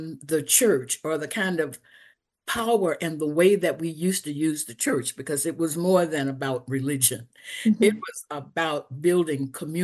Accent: Louisiana, United States; moved away; I came from the Deep South, Louisiana, with Black communities that were very homogeneous.

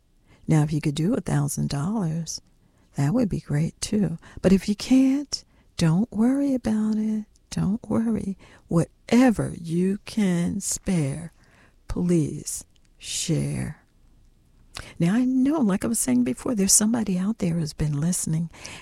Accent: Philadelphia, Pennsylvania, United States; now in Prince George's County, Maryland, United States; I grew up actually in Philadelphia

